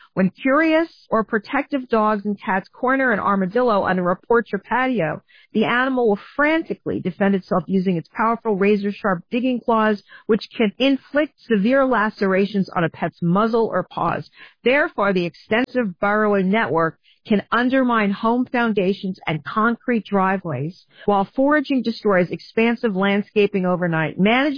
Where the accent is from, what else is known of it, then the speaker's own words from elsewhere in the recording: Florida, United States; You know, while thinking about what's going on in my home state of Florida